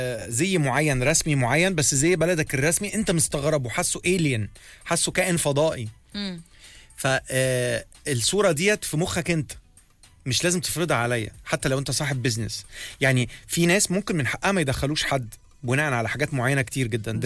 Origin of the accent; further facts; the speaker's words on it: Minya Governorate, Egypt; انا صعيدي, ما انا من المنيا.